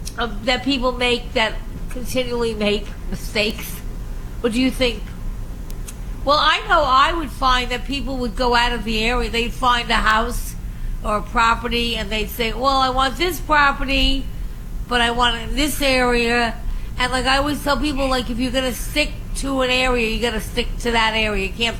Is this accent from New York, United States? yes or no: yes; Long Island, New York, United States; I was from Long Island